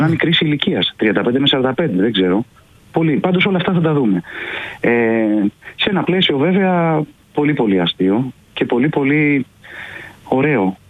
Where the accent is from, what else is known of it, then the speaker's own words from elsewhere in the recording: Athens, Attica, Greece; Όχι, είμαι Αθηναίος. Είμαι Αθηναίος που πάω στις Κουτσουπιές